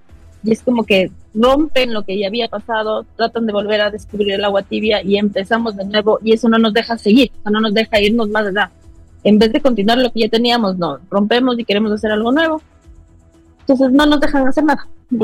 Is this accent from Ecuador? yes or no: yes; Ecuador; nosotros mismos los ecuatorianos no vemos lo lindo que tenemos